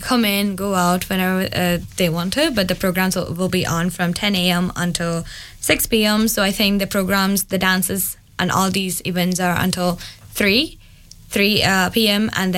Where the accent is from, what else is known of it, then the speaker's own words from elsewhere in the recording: India; now in Letterkenny, Ireland; And as an Indian community, Indian Letterkenny Lima community, we're also conducting these charitable events because this is our first onam as for the year